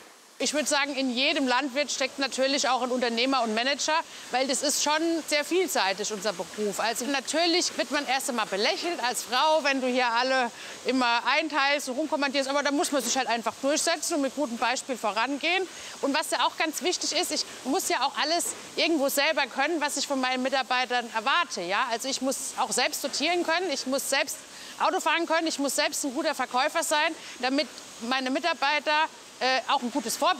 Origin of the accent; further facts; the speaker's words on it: Gerolzheim, Bavaria, Germany; ich komme ja auch aus Gerolzheim